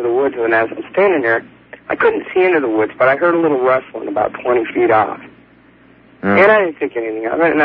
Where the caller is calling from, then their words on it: Clearwater, Florida, United States; I'm in Clearwater, Florida.